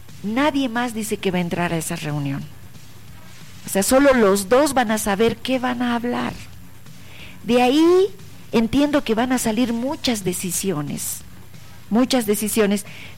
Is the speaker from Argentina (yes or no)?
no; Bolivia